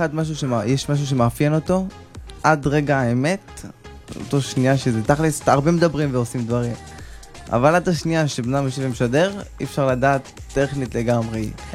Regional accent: Kiryat Sefer, Judea and Samaria Area, Israel; קריית ספר.

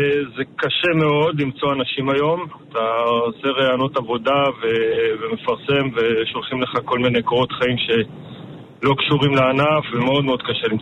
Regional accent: Ma'ale Gilboa, Northern District, Israel; אני נולדתי במעלה גלבוע, אני בן 47, נשוי עם 4 ילדים.

